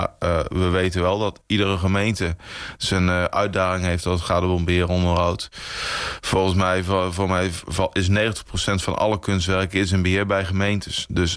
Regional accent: IJsselmuiden, Overijssel, Netherlands; Ja, kijk, ik kom uit IJsselmuiden-Kampen. Dus ik ben ook nog steeds kerkelijk actief. Wel echt in een christelijke gemeenschap opgegroeid.

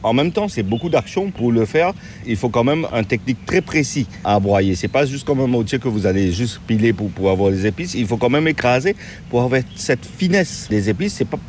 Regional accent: Mauritius; born there; Moi je suis né sur Lille et travaillé pendant une trentaine d'années en cuisine à Maurice.

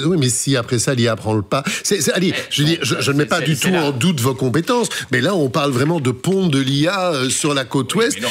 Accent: Brussels, Belgium; ça s'entend que je viens de Bruxelles

